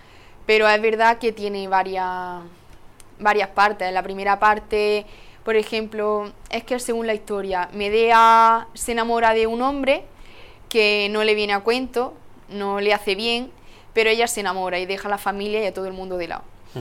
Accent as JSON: {"language": "Spanish", "town": "Castellar", "region": "Andalusia", "country": "Spain", "tie": "born or raised there"}